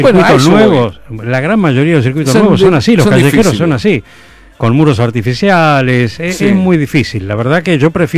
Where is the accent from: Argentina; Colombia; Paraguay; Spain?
Argentina